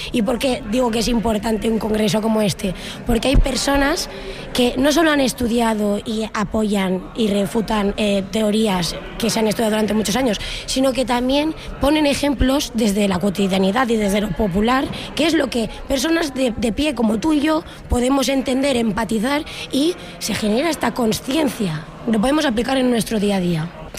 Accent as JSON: {"language": "Spanish", "town": "Canals", "region": "Valencian Community", "country": "Spain", "said": "soy de Canals, Valencia."}